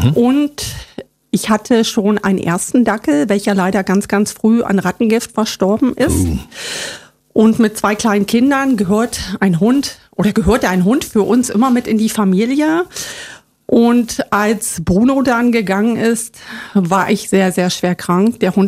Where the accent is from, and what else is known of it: Saxony-Anhalt, Germany; born or raised there